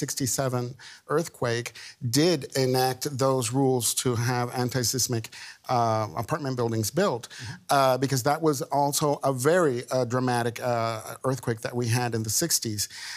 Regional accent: Caracas, Capital District, Venezuela; moved away; I'm from there. I was born and raised in Caracas. And actually, that part of Caracas, which is Los Palos Grandes, is one of the most affluent neighborhoods in Caracas.

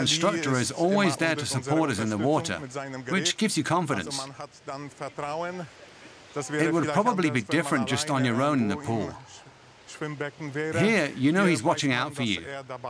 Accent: Sopot, Pomeranian Voivodeship, Poland; I'm from Sopot near Gdansk in Poland, so right by the beach.

